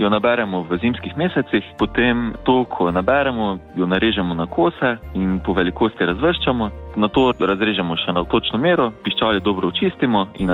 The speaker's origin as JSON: {"language": "Slovenian", "town": "Cirkulane", "region": "Podravska", "country": "Slovenia", "said": "sem dijak tretjega letnika Srednje lesarske in gozdarske šole v Mariboru, prihajam iz Cirkulan. In sem ponosen haložan."}